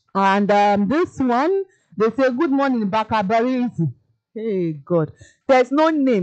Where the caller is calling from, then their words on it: Lagos, Nigeria; I'm listening from Ikoyi.